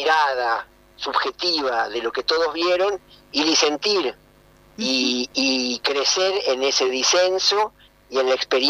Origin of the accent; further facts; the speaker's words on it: Villa Gesell, Buenos Aires Province, Argentina; una película que yo hago en mi pueblo, que es Villa Gesell